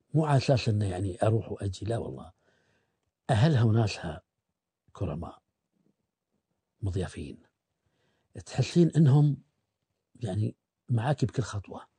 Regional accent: Bahrain; احنا عندنا في البحرين

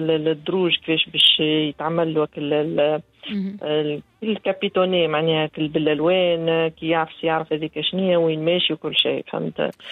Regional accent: Tunis, Tunis Governorate, Tunisia; كما نقولوا احنا من تونس العاصمة

